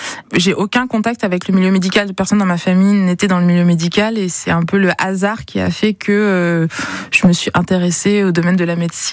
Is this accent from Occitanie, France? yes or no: no; Limoges, Nouvelle-Aquitaine, France; born there; also born or lived in Itabuna, Brazil; Je suis née au Brésil, dans une petite ville qui s'appelle Itabuna, et donc j'ai été adoptée à un mois avant d'arriver directement à Limoges